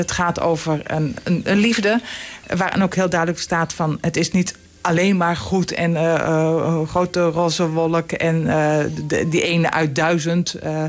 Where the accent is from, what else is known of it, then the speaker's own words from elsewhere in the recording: Dronten, Flevoland, Netherlands; Ik kom uit Dronten. Ik ben in Dronten opgegroeid